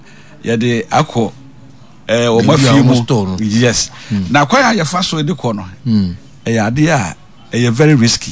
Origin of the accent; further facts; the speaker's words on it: Ghana; West Africa sub-region ha, yeah, … and I'm from Ghana